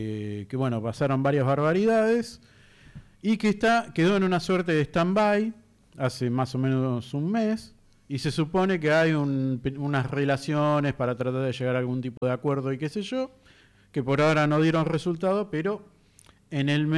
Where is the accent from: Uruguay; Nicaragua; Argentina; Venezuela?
Argentina